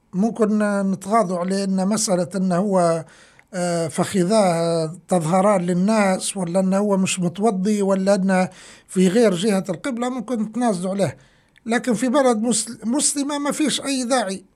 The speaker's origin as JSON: {"language": "Arabic", "country": "Libya", "accent": "Libyan", "said": "بلهجتنا الليبية"}